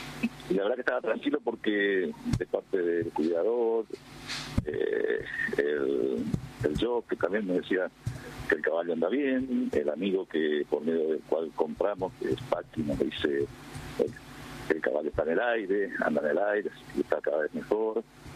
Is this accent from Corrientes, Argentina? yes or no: yes; Esquina, Corrientes, Argentina; yo soy del interior, de Esquina, Corrientes. Venía con mi socio, mi señora y mi hijo. Vivimos ahí.